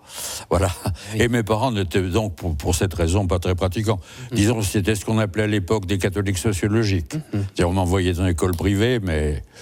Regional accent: Saint-Étienne, Auvergne-Rhône-Alpes, France; Alors je suis originaire d'une ville en sinistrée qui est Saint-Étienne, qui jadis était une ville quand j'étais enfant très prospère, qui aujourd'hui est au fond du gouffre.

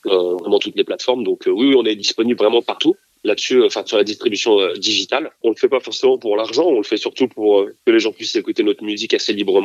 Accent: Rennes, Brittany, France; je suis rennais, moi, de base.

